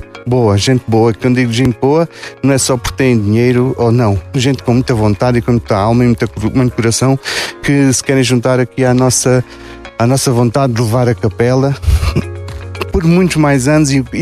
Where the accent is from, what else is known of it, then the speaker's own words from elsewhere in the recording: Portalegre, Alentejo, Portugal; eu também sou da Penha.